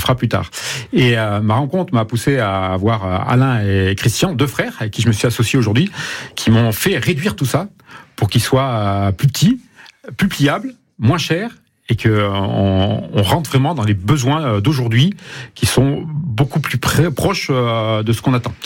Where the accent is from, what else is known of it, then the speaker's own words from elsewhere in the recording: Auvergne-Rhône-Alpes, France; Alors on est en Auvergne. On est Auvergnat et on est en Auvergne.